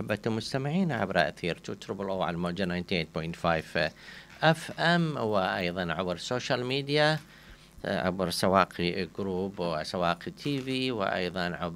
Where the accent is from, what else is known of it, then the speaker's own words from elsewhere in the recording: Iraq; وطبعا عندنا بالعراق هم يعني فد عادة سخيفة للأسف نقولها